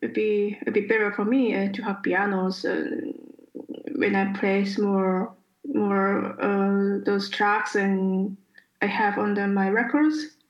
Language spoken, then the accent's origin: English; Kyoto, Japan; moved away as an adult; now in Berlin, Germany; I grew up in Kyoto. So my parents are living there.